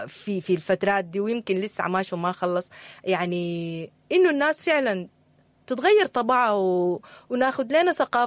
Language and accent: Arabic; Sudan; أمنية كل سوداني إنه بلدنا ترجع أحسن مما كان